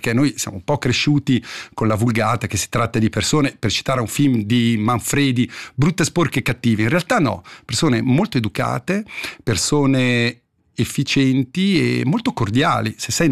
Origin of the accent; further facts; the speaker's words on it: Gandria, Ticino, Switzerland; Gandria, del mio paese